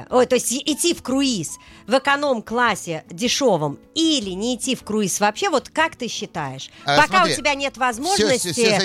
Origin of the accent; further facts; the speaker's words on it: Israel; Всегда мы говорим, что из Израиля